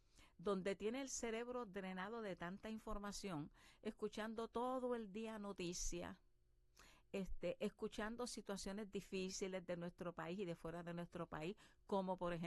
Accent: San Sebastián, Puerto Rico; El Festival de la Hamaca en San Sebastián, mi pueblo natal, es precioso.

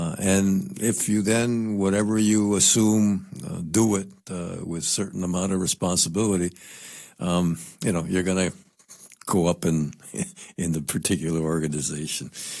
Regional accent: Guaynabo, Puerto Rico; I'm from Guaynabo

